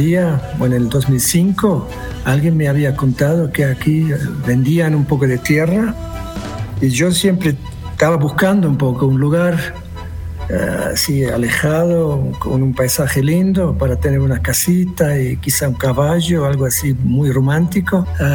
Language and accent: Spanish; Switzerland; Spanish is a second language; moved away as an adult; now in Cachi, Argentina; yo soy de Suiza, por eso tengo ese acento.